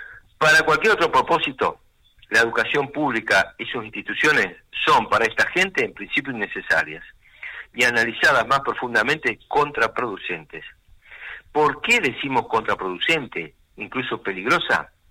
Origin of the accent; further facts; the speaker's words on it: Argentina; nos enorgullece hasta el día de hoy como argentinos